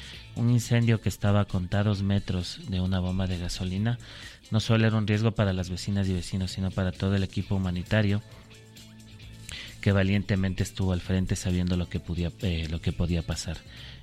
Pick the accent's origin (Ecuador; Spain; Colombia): Ecuador; Quito, Pichincha; como quiteñas y quiteños